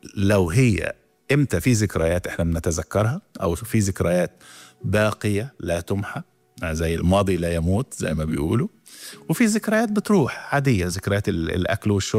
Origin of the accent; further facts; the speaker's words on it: Egypt; أنا كمصري أحب الشعب الإماراتي مثلا